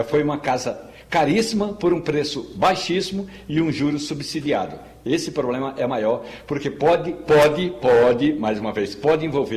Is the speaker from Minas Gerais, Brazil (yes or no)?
no; Pernambuco, Brazil; Aí alguém me pergunta, mas você não é pernambucano? Sou pernambucano, mas também tenho uma pequena herança no território argentino, é bom que se diga.